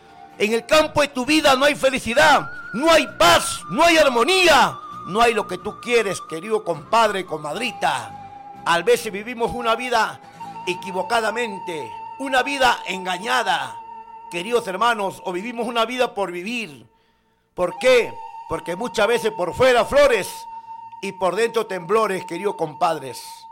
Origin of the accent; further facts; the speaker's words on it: northern Peru, Peru; Pero yo soy norteño